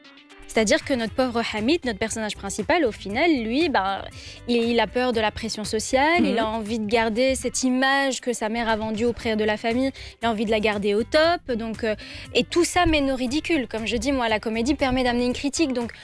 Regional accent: Belgium; Alors que non, en fait, on est belge. On a des nationalités, il y en a qui ont grandi en Belgique, qui sont nés en Belgique

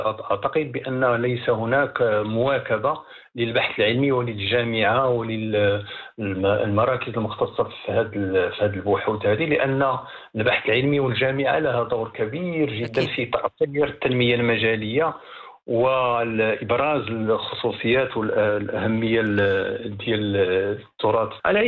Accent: Safi, Marrakesh-Safi, Morocco; عندنا هنايا في المنطقة ديال أسفي

